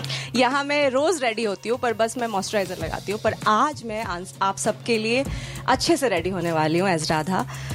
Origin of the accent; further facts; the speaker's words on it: Bihar, India; जैसे हम बिहार से हैं तो.